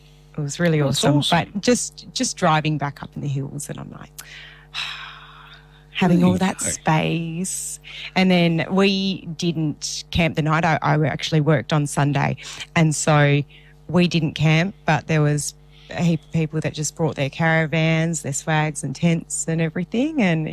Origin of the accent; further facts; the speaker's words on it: Mount Helena, Western Australia, Australia; because I grew up in Mount Helena, I have Great Eastern Highway as my access point